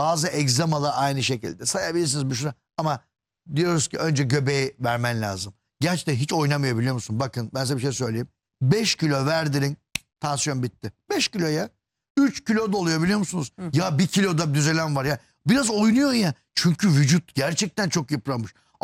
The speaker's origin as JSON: {"language": "Turkish", "region": "İzmir", "country": "Turkey", "said": "Evet İzmirliyim."}